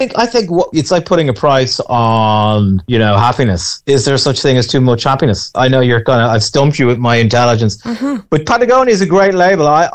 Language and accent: English; Dublin, Leinster, Ireland; accent: Southside